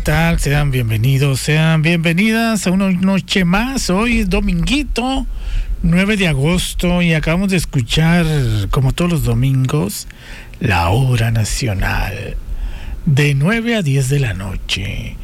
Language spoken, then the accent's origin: Spanish; Guaymas, Sonora, Mexico; now in Hermosillo, Mexico; Yo cuando me vine a estudiar aquí a Hermosillo, hace algunos años ya, en el 95, yo me vine solo de Guaymas, solo me vine, me inscribí